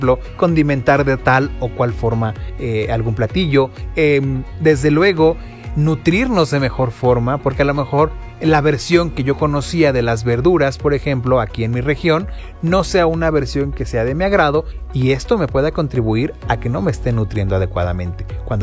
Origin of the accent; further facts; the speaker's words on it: Hidalgo, Mexico; yo soy de Hidalgo